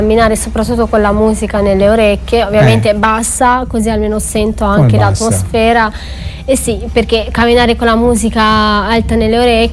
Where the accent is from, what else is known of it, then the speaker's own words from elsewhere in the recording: Romania; now in Italy; È dalla parte ovest del mio paese.